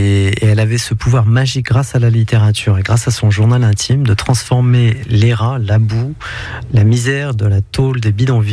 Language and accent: French; Kabylie, Algeria; born there; moved away; Moi, je suis né en Algérie, dans les montagnes Kabyles.